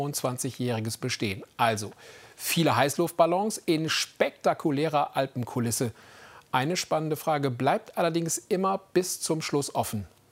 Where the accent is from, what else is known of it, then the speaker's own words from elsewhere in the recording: North Rhine-Westphalia, Germany; born there; Ich komme ja gebürtig aus dem Münsterland